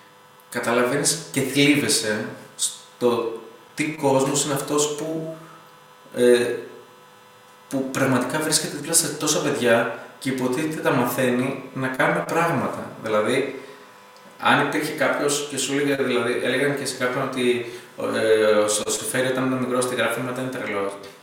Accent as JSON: {"language": "Greek", "town": "Ioannina", "region": "Epirus", "country": "Greece", "tie": "born or raised there", "said": "Εγώ γενικά γεννήθηκα και μεγάλωσα στην Ήπειρο, στα Γιάννενα."}